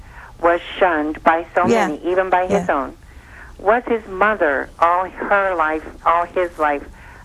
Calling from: Florida, United States; I'm from Florida.

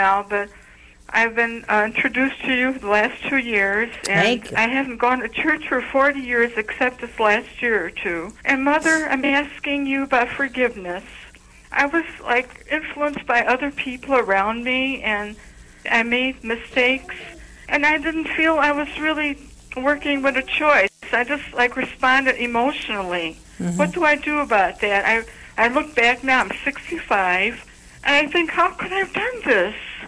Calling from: Chicago, Illinois, United States; from Chicago, Illinois.

